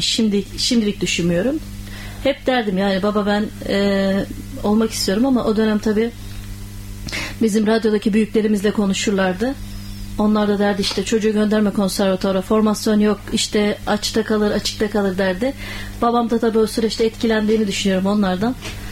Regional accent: Aydın, Turkey

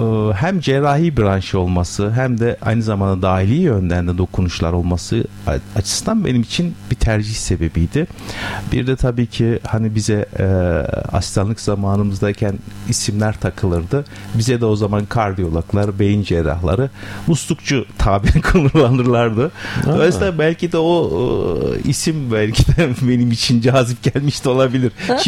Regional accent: Kırşehir, Turkey; moved away as an adult; also born or lived in Izmir / Ankara; 1973 Kırşehir'de doğdum. İlk ve orta öğrenimi Kırşehir'de tamamladım.

